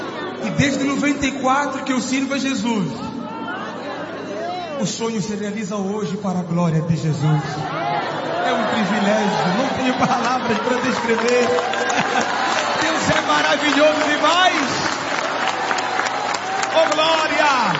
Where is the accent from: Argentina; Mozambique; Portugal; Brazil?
Mozambique; moved away; Eu sou de Moçambique. Moçambique é um dos 52 países da África.